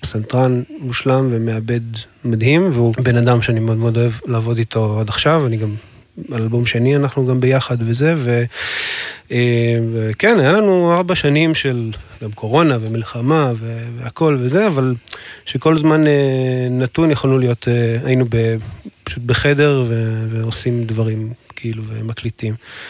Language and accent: Hebrew; Nahariya, Northern District, Israel; אני מנהריה, געתון וכפר מסריק למדנו כזה